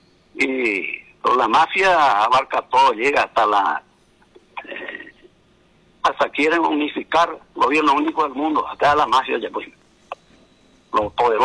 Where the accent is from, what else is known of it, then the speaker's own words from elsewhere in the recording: Paraguay; born there; así como nací en el Paraguay